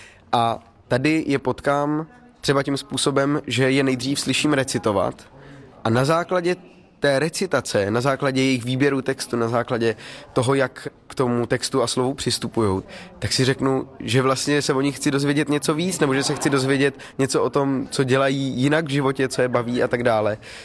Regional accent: Prague, Czechia; Já jsem z Prahy, potkal jsem se tu s lidmi z Aše, z Ostravy

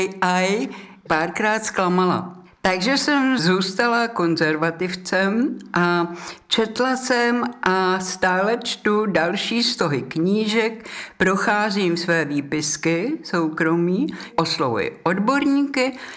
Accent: Prague, Czechia; born there; now in Český Brod, Czechia; já jsem Pražák od Vltavy, ze Štvanice

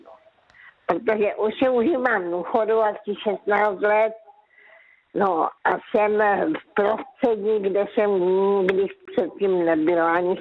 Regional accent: Karolinka, Zlín Region, Czechia; moved away; já jsem se narodila v Karolince, to byla vesnice, když jsem se já narodila

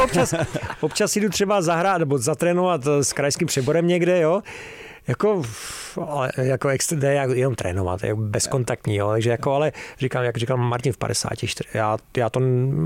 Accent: Hradec Králové, Hradec Králové Region, Czechia; also born or lived in Havlíčkův Brod; jinak jsem vyrůstal v Hradci. Protože, a všichni si totiž spojují ještě jednu věc, já jsem vyrůstal v Hradci, narodil jsem se v Brodě, ale hrál jsem za Duklu Jihlava

